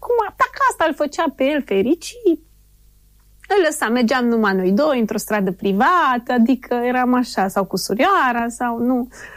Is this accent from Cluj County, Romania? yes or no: yes; Cluj-Napoca, Cluj County, Romania; noi suntem din Cluj.